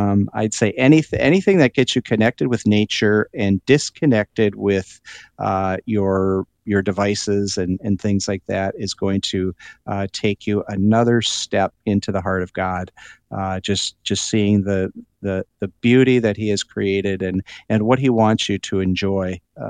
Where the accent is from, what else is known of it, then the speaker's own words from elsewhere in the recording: Midwest, United States; I'm from the Midwest. Deserts aren't part of my life.